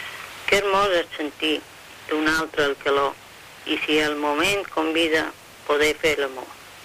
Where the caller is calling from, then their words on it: Palma, Balearic Islands, Spain; Som de Francisca de Palma.